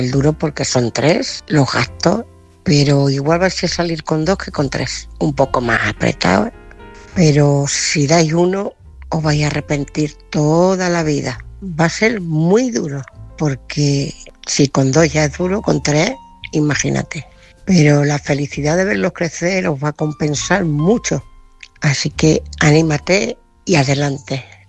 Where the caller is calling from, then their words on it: Ciudad Real, Castilla-La Mancha, Spain; Buenas noches, oyentes. … de Ciudad Real.